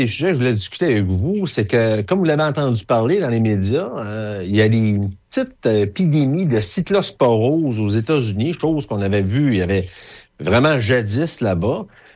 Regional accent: Quebec, Canada; Écoute, moi, moi, dire, je suis un vrai Québécois et originaire de la Côte-Nord.

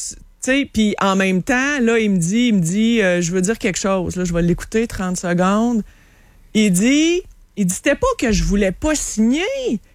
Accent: Quebec City, Quebec, Canada; Non, du région de Québec. J'ai grandi à Sainte-Foy. Okay, j'ai été aux États-Unis un petit peu aussi.

